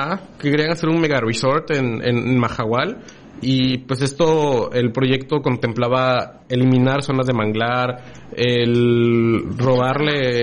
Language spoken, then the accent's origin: Spanish; Campeche, Mexico; somos de Campeche